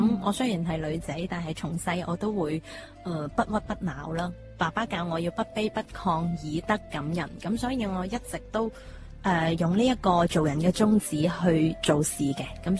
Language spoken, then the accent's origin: Cantonese; Guangzhou, Guangdong, China; 我係廣州人，爸爸喺廣州走嘅